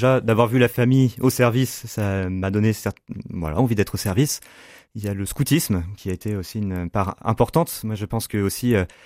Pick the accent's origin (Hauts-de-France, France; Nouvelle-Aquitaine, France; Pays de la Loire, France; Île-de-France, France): Pays de la Loire, France; Le Mans; Moi, j'ai grandi au Mans, donc j'ai fait mon école-collège-lycée au Mans